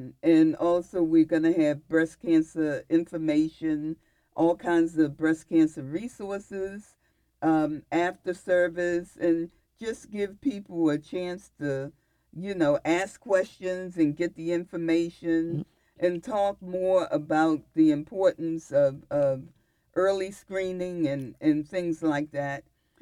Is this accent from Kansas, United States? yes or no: no; Baltimore, Maryland, United States; now in Baltimore County, United States; I've been born and raised in Baltimore.